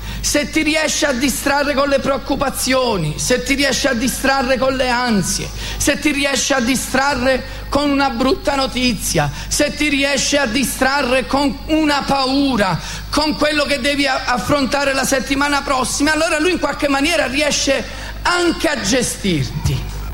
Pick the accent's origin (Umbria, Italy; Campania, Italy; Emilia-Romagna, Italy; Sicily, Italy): Campania, Italy; Naples; Io sono napoletano, ha una bandiera, anche.